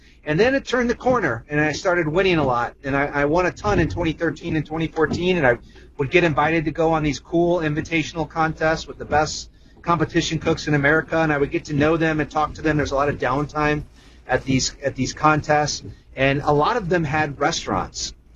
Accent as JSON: {"language": "English", "town": "St. Louis", "region": "Missouri", "country": "United States", "tie": "born or raised there", "said": "I'm originally from Missouri. I'm 50 years old, originally from St. Louis, and I grew up in St. Louis eating barbecue"}